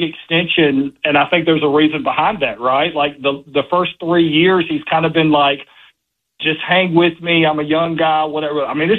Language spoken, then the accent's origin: English; Eden, North Carolina, United States; now in Greensboro, United States; I am from Eden, North Carolina, and in 2008, after my football career, I founded Elite Performance Chiropractic here in Greensboro, North Carolina.